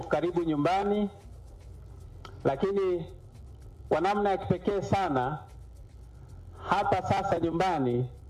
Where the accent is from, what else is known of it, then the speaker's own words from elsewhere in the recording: Serengeti, Mara, Tanzania; Kwa sababu Amiri Jeshi Mkuu Mheshimiwa Rais aliniamini mimi ambaye natokea hapa Serengeti na kunipa jukumu la Wizara ya Ulinzi.